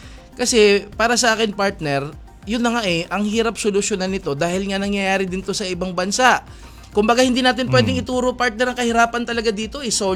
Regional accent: Pasay, Metro Manila, Philippines; may nailigtas yan na minor de edad dun sa Barangay 76 sa amin sa Pasay.

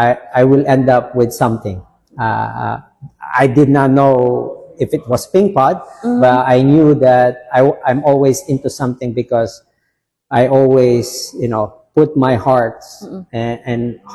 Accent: Philippines; being part of that team, being a Filipino, bringing something new, innovative, it is definitely something that I could be proud of.

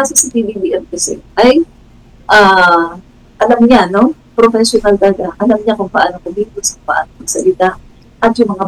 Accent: Mindanao, Philippines; hindi namin alam si Duterte, pero taga Mindanao kami ah. Nag-migrate na lang.

